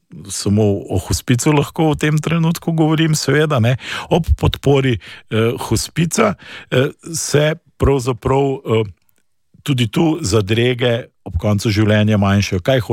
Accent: Lower Carniola, Slovenia; jaz prihajam z Dolenjske

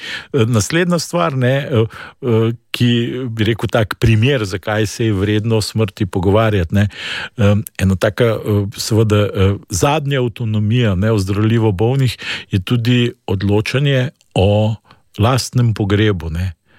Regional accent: Lower Carniola, Slovenia; jaz prihajam z Dolenjske

